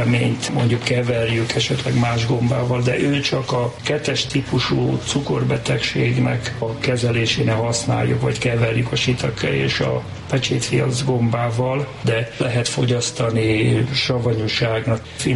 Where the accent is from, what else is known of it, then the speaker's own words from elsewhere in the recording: Budapest, Hungary; 47-ben születtem Budapesten, egy pincelakásban éltem 10 évig szüleimmel.